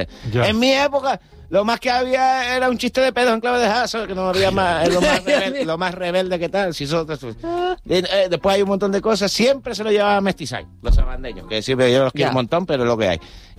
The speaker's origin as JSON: {"language": "Spanish", "region": "Canary Islands", "country": "Spain", "said": "Es que yo soy un mal canario, ya lo he dicho. No me gusta la aguacate, ni la playa, ni el plátano. Soy un canario de mierda."}